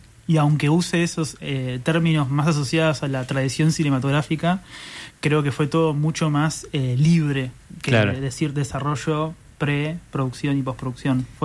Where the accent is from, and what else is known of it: Uruguay